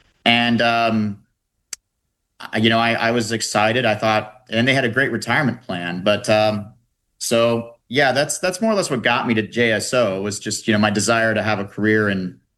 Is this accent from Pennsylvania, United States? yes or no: no; Jacksonville, Florida, United States; Well, when I was a kid growing up, I grew up in Jacksonville.